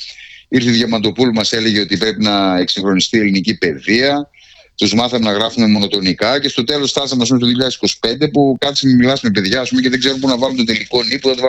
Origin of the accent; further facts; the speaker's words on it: Kozani, Western Macedonia, Greece; στην πόλη μου, στην Κοζάνη.